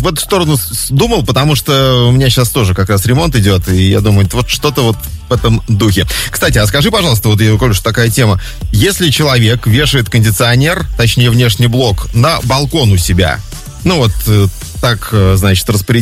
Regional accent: Kazakhstan; Кстати, я вот Оренбург вспоминаю, что мы из Казахстана туда ездили. Ну, я в детстве в Казахстане жил.

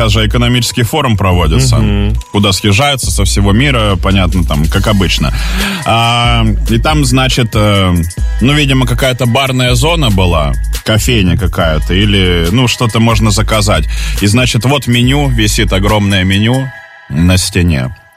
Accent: Saint Petersburg, Russia; А я из Питера, кстати.

